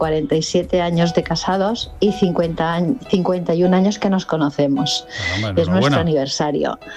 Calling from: Alcalá de Henares, Community of Madrid, Spain; de Alcalá de Henares.

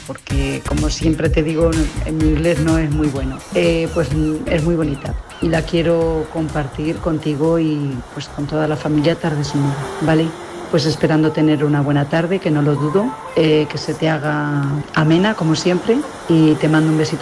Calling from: Quintanar de la Orden, Castilla-La Mancha, Spain; de Quintanar de la Orden.

